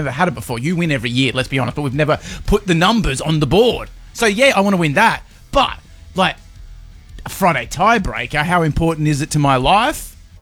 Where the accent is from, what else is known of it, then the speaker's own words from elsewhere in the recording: Australia; moved away; where I grew up in the Shire?